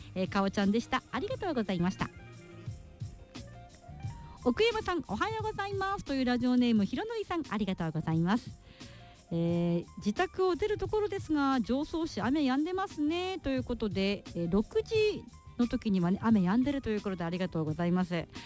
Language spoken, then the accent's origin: Japanese; Fukushima, Japan; うちの実家の方はですね、まあ、いわきよりもさらに2時間ぐらい北上した宮城県の県境なので、